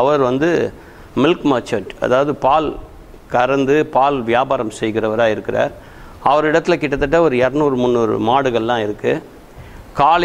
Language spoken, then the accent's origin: Tamil; Chennai, Tamil Nadu, India; born or raised there